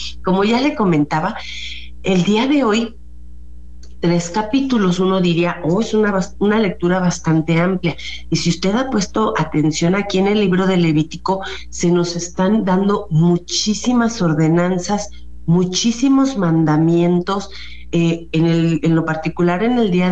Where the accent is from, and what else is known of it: Mexico